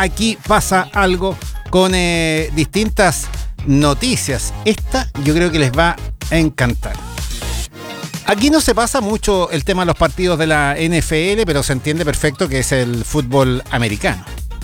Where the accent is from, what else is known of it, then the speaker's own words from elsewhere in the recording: Chile; soy más chileno que los porotos y feliz de eso.